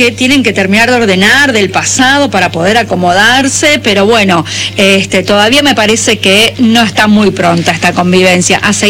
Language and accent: Spanish; San Luis, Argentina; de San Luis Capital